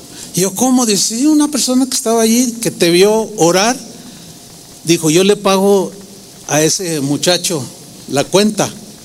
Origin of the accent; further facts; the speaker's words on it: San Luis Potosí, Mexico; born there; moved away; fui a San Luis Potosí, donde yo nací